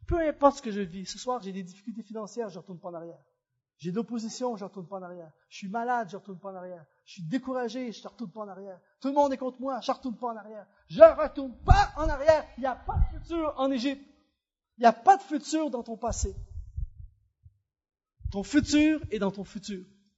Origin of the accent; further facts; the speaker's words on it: Quebec, Canada; accent: Québécois; Et là, je sors mon accent québécois. Mais vous pensez, je connais rien ici.